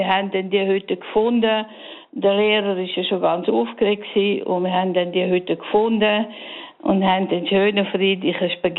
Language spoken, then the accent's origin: German; Graubünden, Switzerland; Ich bin im Engadin aufgewachsen, gross geworden